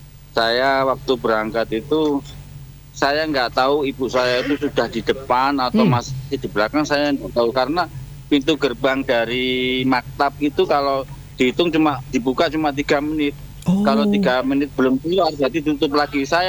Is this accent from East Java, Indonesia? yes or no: yes; East Java, Indonesia; born there; now in Sawahan, Nganjuk, Indonesia; Kelahiran Ngeronggo, cuma domisili di Sawahan.